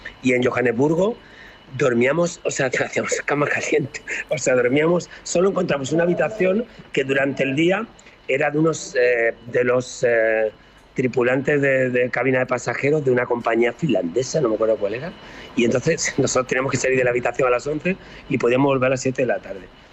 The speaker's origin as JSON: {"language": "Spanish", "country": "Spain"}